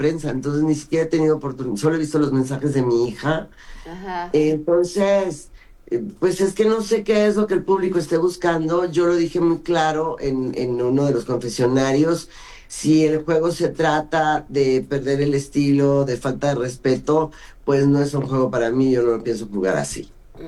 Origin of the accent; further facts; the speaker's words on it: Mexico City, Mexico; also born or lived in Brazil; cuando llegamos de Brasil, que se murió mi papá, nos fuimos a vivir a una vecindad a Clavería, que está al lado de Azcapotzalco, donde hice la preparatoria. Crecí en Popotla